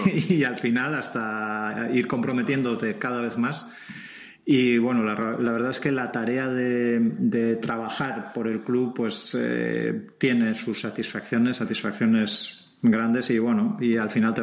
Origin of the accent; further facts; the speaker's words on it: Hernani, Basque Country, Spain; moved away as an adult; now in San Sebastián, Spain; Yo soy de Hernani, he sido, antes de ser socio del Club Vasco de Camping, lo he sido del Mendirismendi de Hernani. Me vine a vivir a Donosti hace ya unos cuantos años, hace 20 y tantos años